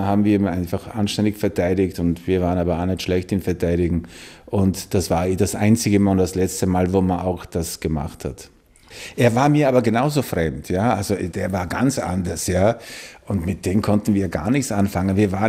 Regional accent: Poland; now in Austria; meine Jugend in Polen, wo ich aufgewachsen bin und wo ich doch auch immerhin in die Schule gegangen bin und wo ich ja gelebt habe und wo ich habe auch Polnisch gesprochen und ich habe auch Polnisch gelesen.

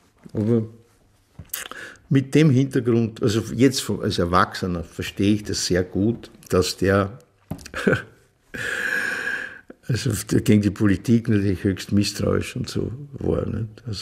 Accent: Vienna, Austria; weil wir ja beide Wiener, ja, wie soll man sagen, die Lust am Fantasieren und dass man alles über drei Ecken, also alles metaphorisch ausdrückt und so, das lernt man halt als Kind in Wien, nicht?

